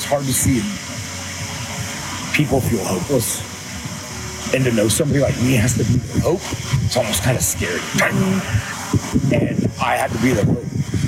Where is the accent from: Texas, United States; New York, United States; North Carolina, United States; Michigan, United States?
Texas, United States; Kerrville; I mean, I'm from Kerrville. There's a lot of things that have put me in a position to be able to do this.